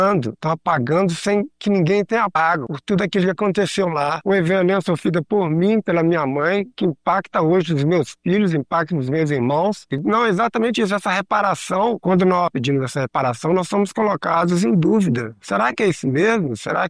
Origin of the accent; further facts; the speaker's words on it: Barbacena, Minas Gerais, Brazil; born there; E fecharam lá o hospital onde eu nasci, onde minha mãe sofreu